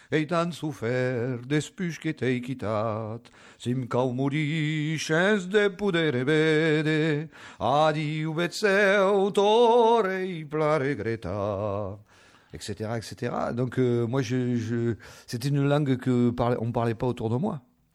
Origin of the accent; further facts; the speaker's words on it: Pau, Nouvelle-Aquitaine, France; born there; J'ai plein de voix dans ma voix. Alors, j'ai la voix du café, de là où je suis né, à Pau, avec mes oncles et tout ça qui chantaient